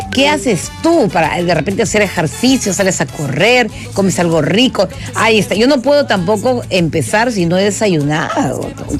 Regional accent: Peru

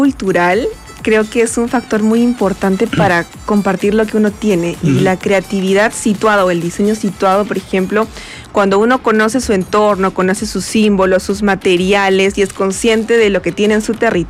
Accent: Arequipa, Peru; yo también soy arequipeña.

